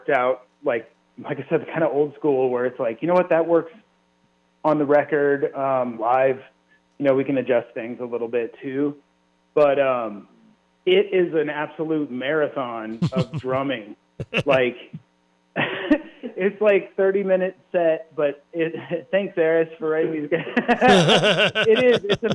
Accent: Denver, Colorado, United States; Well, yeah, I'm from Denver, man.

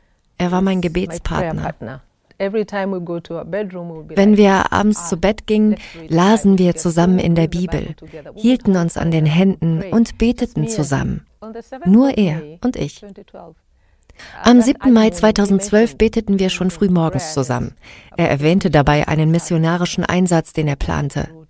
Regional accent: Mombasa, Mombasa County, Kenya; Offiziell haben wir in Kenia 82% Christen. Ich bin in Mombasa aufgewachsen und wir haben immer problemlos mit den Muslimen zusammengelebt.

